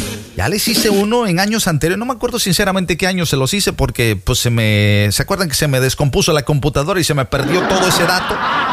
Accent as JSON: {"language": "Spanish", "country": "Mexico", "said": "los que somos mexicanos"}